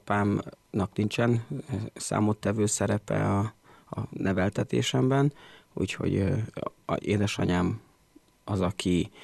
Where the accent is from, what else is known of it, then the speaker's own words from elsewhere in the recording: Hungary; a demokráciába átléptünk itt Magyarországon